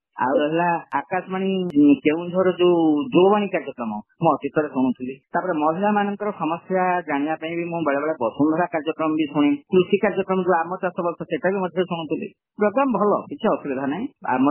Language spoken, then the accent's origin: Odia; Puri, Odisha, India; now in Keonjhar, India; ପିଲାଟି ବେଳୁ ଆମେ ତ ଆକାଶବାଣୀ କଟକ ଶୁଣି ଆସିଥିଲୁ, କାରଣ ମୋ ଘର ହେଉଛି ପୁରୀ, ଜନ୍ମଭୂମି ପୁରୀ, କର୍ମଭୂମି କେନ୍ଦୁଝର।